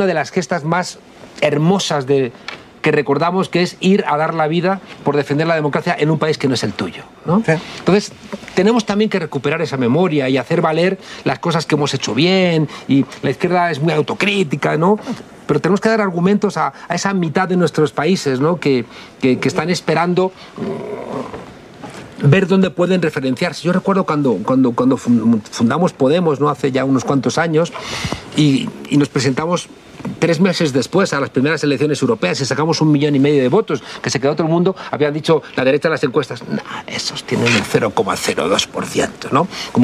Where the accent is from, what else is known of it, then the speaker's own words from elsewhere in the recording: Spain; mi país, en España